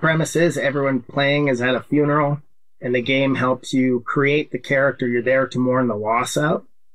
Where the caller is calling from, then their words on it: Saskatoon, Saskatchewan, Canada; I'm calling from Saskatoon, Saskatchewan, Canada.